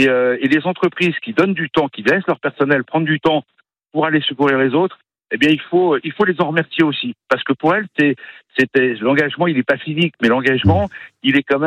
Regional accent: Cossé-le-Vivien, Pays de la Loire, France; On a un fournisseur qui s'appelle Brett Agri à Cossé-le-Vivien, puisque je suis de Cossé.

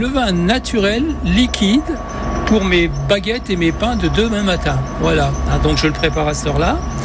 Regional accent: Réunion; Je suis originaire de La Réunion. Je suis en fait la 11e génération de La Réunion.

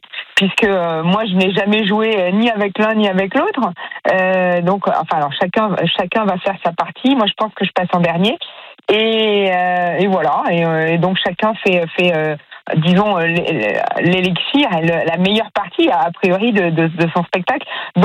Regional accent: Toulon, Provence-Alpes-Côte d'Azur, France; Moi je viens de Toulon, vous voyez, donc je suis aussi une provinciale indécrottable

